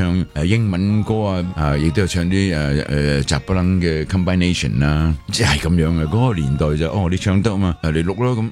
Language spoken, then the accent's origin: Cantonese; Hong Kong; moved away